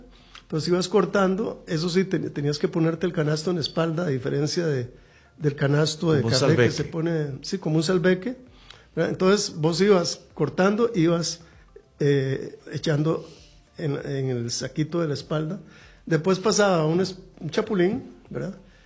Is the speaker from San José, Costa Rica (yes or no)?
no; Turrialba, Cartago, Costa Rica; born there; moved away as an adult; also born or lived in Paris / Strasbourg; la paz y la tranquilidad que yo tenía en Turrialba